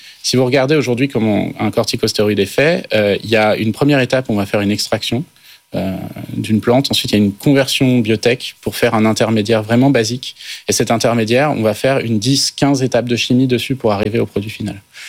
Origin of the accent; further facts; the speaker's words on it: France; chez nous en France